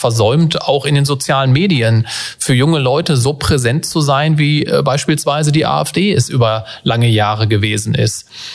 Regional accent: Wolfsburg, Lower Saxony, Germany; als Wolfsburger, als gebürtiger Wolfsburger

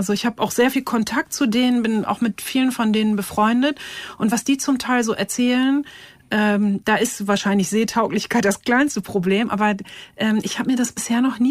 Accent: Lower Saxony, Germany; ich komme aus Ostfriesland, ich kenne das halt auch, dann setzt man sich aufs Boot und fährt so raus aufs Meer.

